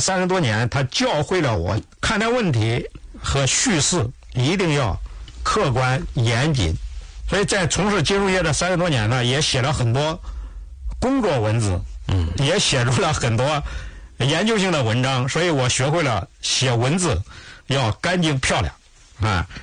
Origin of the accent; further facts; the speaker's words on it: Henan, China; moved away; 我的故乡呢在玉东啊，玉东呢是在长河南岸。这个长河南岸呢，既是地理概念上的，又是啊文化概念上的。